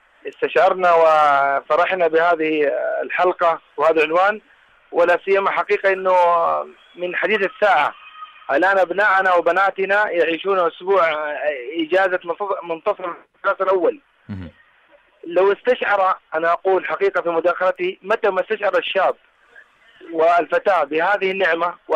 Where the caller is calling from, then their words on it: Mecca, Makkah Province, Saudi Arabia; أقول لكم من مكة المكرمة